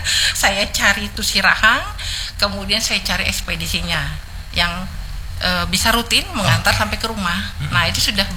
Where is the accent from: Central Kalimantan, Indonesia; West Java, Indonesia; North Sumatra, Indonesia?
North Sumatra, Indonesia; Kita orang Batak kan.